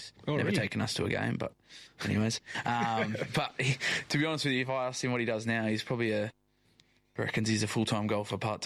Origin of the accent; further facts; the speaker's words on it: Australia; moved away as an adult; now in England; So we done like sort of the complete flip where she came over and stayed in Australia when she was 18, and I sort of did the opposite when I finished school, went over to England and unintentionally stayed there